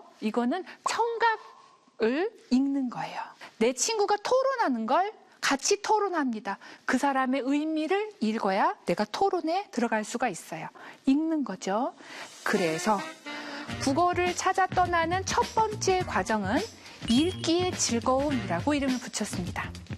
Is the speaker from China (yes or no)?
no; South Chungcheong, South Korea; born there; 저는 79년생입니다. 제가 79년도에 충청남도에 있는 되게 작은 시골 마을에서 태어났는데 태어나 보니 아버지가 시인이었어요.